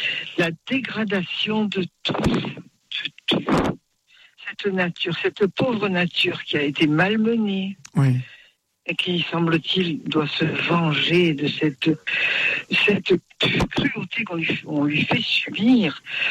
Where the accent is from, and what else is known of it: Poitiers, Nouvelle-Aquitaine, France; born or raised there